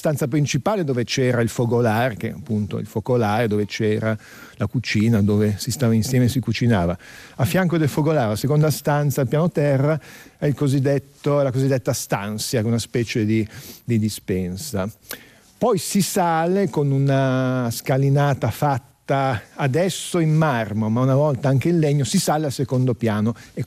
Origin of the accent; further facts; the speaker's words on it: San Daniele del Friuli, Friuli-Venezia Giulia, Italy; non è il mio friulano, io vengo da San Daniele